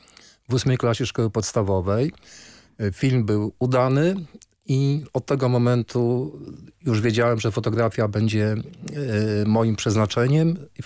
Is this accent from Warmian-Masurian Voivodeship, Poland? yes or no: yes; Działdowo, Warmian-Masurian Voivodeship, Poland; moved away as an adult; urodziłem się w Działdowie, małe mazurskie miasteczko. W 76 roku po maturze wyjechałem z tego miasteczka, żeby tam więcej nigdy nie wrócić, z takim postanowieniem. Ale teraz na stare lata zaczęło mnie ciągnąć